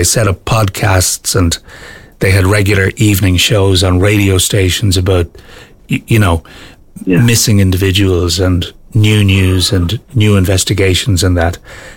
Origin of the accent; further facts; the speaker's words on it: Ireland; the Irish people